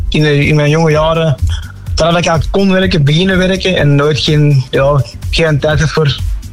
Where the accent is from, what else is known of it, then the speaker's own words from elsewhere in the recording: Koningshooikt, Flanders, Belgium; Ik ben zelf een Koningshoek afkomstig.